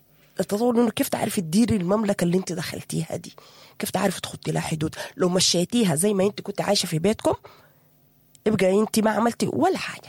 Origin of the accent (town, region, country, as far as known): Sudan